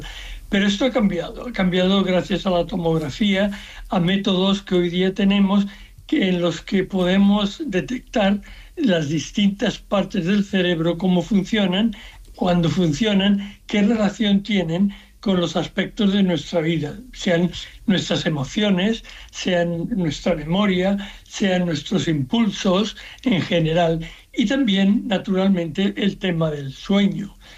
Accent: Seville, Andalusia, Spain; born there; Aquí, nací en Sevilla, en fin, con 14 años me suspendieron en todas

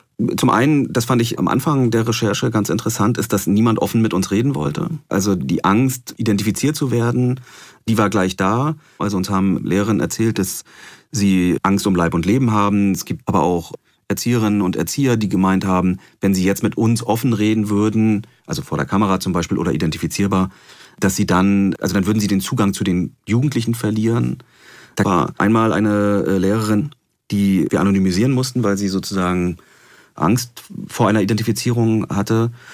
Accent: East Germany, Germany; ich komme selber aus Ostdeutschland, gemerkt, da kippt was.

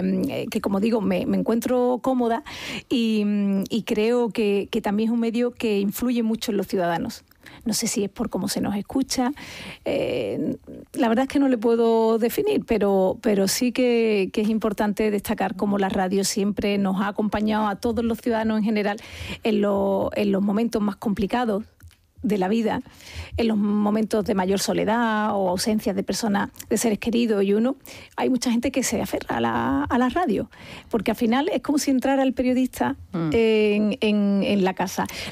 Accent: Andalusia, Spain; Yo estoy loca por Andalucía porque es mi tierra.

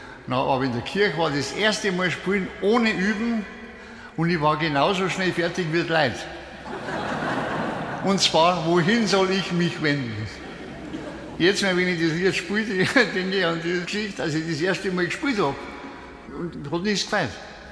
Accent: Tyrol, Austria; now in Germany; Ich selber stamme ja auch aus dem Tirolischen. Da bin ich aus dem Schneider, wenn wir in Kupfstein spielen mit der Heldnagel und gebe ich mich als tirolischer Bayer aus. Mütterlicherseits und väterlicherseits aus Tirol.

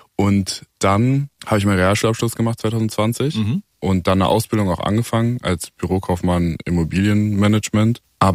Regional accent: Melsungen, Hesse, Germany; In Kassel, also Nähe Kassel, Melsungen heißt das.

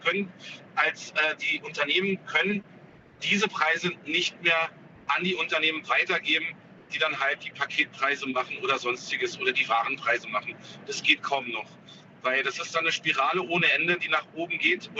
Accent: Gerbstedt, Saxony-Anhalt, Germany; Naja, nicht ganz im Harz unterwegs, aber da komme ich her aus Gerbstedt.

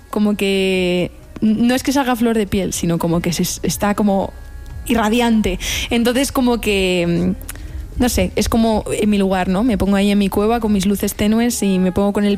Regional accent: Madrid, Community of Madrid, Spain; yo soy madrileña de toda la vida.

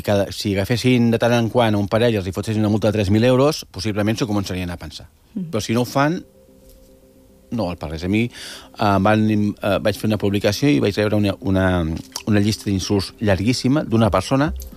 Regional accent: Catalonia, Spain; igual, jo soc catalana.

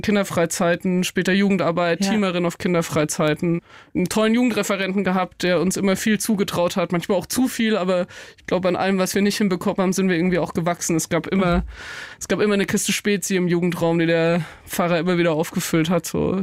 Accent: Nittenau, Bavaria, Germany; Ich meine, ich bin in Nittenau aufgewachsen. Das ist wirklich mitten im Bayerischen Wald, also in der Oberpfalz.

